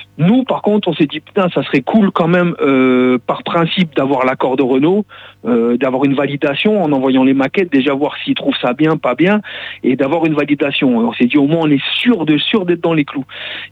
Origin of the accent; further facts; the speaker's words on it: Roubaix, Hauts-de-France, France; moved away as an adult; now in Bergerac, France; Déjà, …, on a grandi ensemble. On se connaît depuis très longtemps. On vient tous les deux de Roubaix.